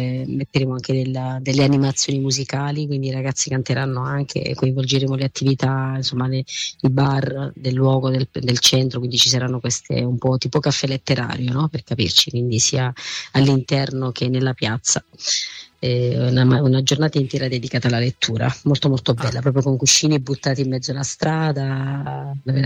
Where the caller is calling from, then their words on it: Lesina, Apulia, Italy; lo realizzeremo in un teatro qui a 15 km dal mio paese, che è un po' più grande perché non abbiamo un teatro così grande qui all'Esina.